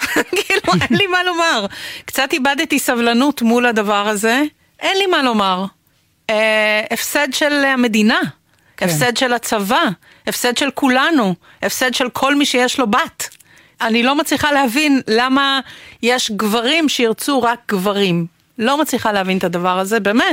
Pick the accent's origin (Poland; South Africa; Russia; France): South Africa; now in Israel; אני גדלתי בבתי כנסת שבהם לאישה אסור היה לגעת בספר תורה. ואני זוכרת שישבתי בבית הכנסת בדרום אפריקה בתור ילדה.